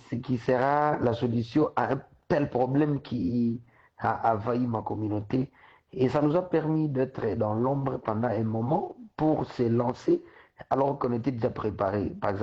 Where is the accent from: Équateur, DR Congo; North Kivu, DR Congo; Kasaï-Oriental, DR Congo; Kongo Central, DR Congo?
North Kivu, DR Congo; Butembo; also born or lived in Goma / Bukavu; now in Kinshasa, DR Congo; Je suis originaire de Butembo, d'une tribu qu'on appelle les Banandé.